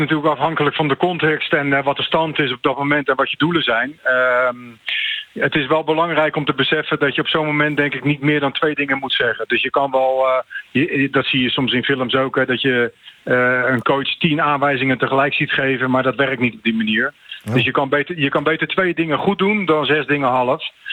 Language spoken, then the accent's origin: Dutch; Rotterdam, South Holland, Netherlands; Ik ben een Rotterdammer